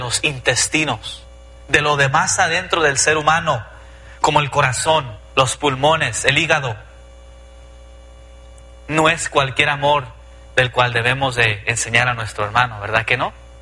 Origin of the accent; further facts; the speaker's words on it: Los Angeles, California, United States; yo crecí en Los Ángeles, California, y la mayoría de las personas donde, ahí en el mero sur centro de Los Ángeles, la mayoría son hispanos, la mayoría mexicoamericanos